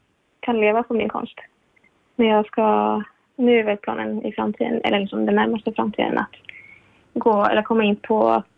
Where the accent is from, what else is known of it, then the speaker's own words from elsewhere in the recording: Kökar, Åland Islands; moved away; Det är under mina 10 år som jag växte upp på Kökar.